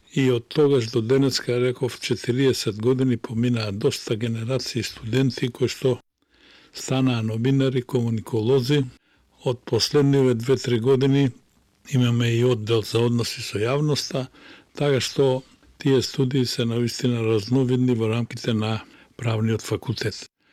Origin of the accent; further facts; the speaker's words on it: Smilevo, Pelagonia, North Macedonia; Смилево е моето родно место, каде што ги поминав најубавите детски ученички моменти.